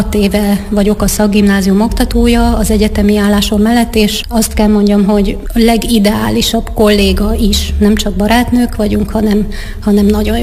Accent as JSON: {"language": "Hungarian", "region": "Szabolcs-Szatmár-Bereg", "country": "Hungary", "said": "mivel én Szabolcs megyei vagyok"}